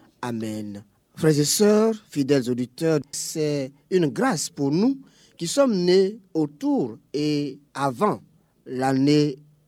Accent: Côte d’Ivoire; chez nous en Côte d'Ivoire

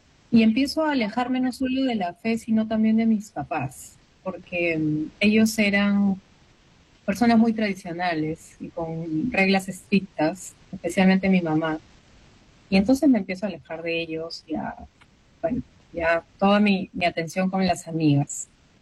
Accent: Quito, Pichincha, Ecuador; born or raised there

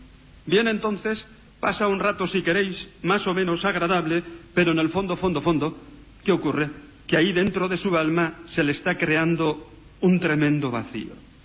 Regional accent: Navarre, Spain; Muchos me dicen que en vacaciones, en mi pueblo, fijaros, yo soy un pueblo de la Ribera de Navarra, rico, pero inculto

